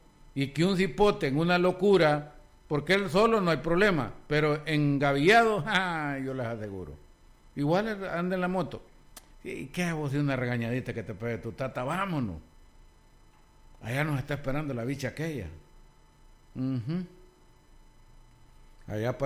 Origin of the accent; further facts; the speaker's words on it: El Salvador; somos especiales los salvadoreños.